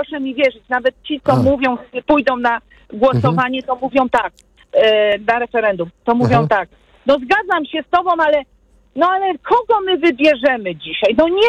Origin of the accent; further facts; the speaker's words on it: Kraków, Lesser Poland, Poland; Ja jestem krakowianką